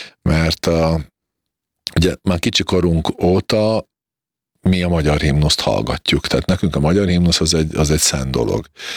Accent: Komárno, Nitra Region, Slovakia; first language Hungarian; moved away; Komárnó az a Duna és a Vág között van, és ugye a határon van, tehát ha kimész a Dunapartra, akkor átlátsz Komáromba.

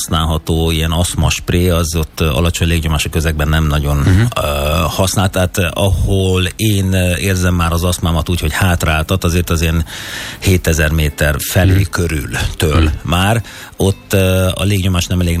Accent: Hungary; tehát magyarként ez nekem sikerült

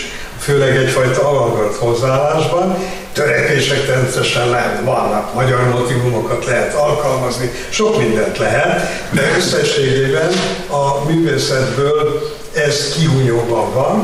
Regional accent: Hungary; A magyar nyelvvel őrizzük magunkat, hogy magyarok vagyunk

